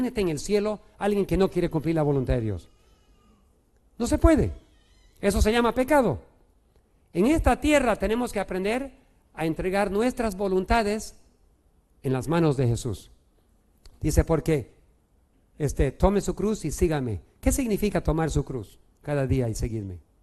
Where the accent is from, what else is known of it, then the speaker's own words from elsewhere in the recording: Beni, Bolivia; Eso me hizo recordar en el Beni, cuando me crié en el Beni, yo con mis padres y mis suegros hemos ido por carretón por 18, 24 horas en carretón.